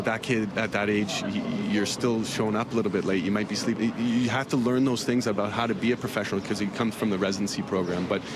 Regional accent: Canada; had I got to experience that in my career as a Canadian player, wearing that maple leaf

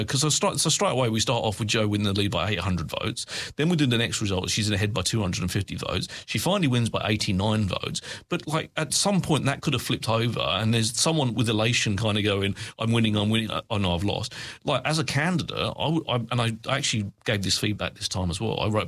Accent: United Kingdom; I spend all day drinking tea because I'm British.

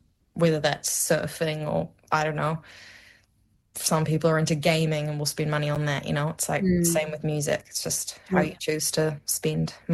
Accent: Amsterdam, North Holland, Netherlands; moved away; I am from Holland

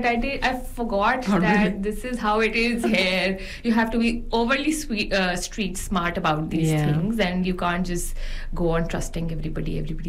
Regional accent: Pakistan; now in New Zealand; when I moved from Pakistan here

